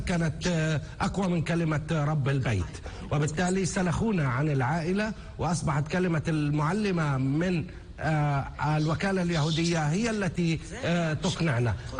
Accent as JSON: {"language": "Arabic", "country": "Yemen", "moved": "yes", "lives_now": "Israel", "said": "وقلنا نحن لم نأتي من اليمن من أجل هذا، نحن قلت لنا التوراة"}